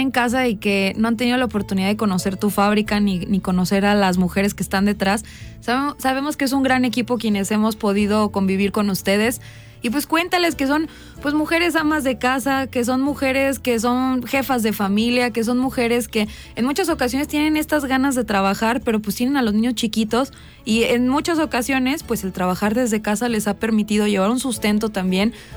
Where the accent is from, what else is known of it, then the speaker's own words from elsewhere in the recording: Mexico; nosotros como mexicanos